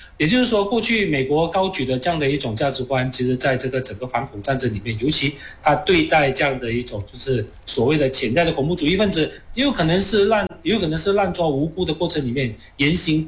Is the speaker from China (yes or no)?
no; Malaysia; 而且从我们马来西亚人的了解的语境跟西方人了解的语境里面呢